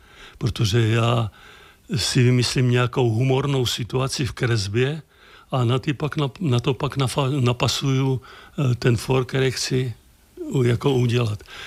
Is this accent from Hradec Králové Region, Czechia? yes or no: yes; Vysokov, Hradec Králové Region, Czechia; born or raised there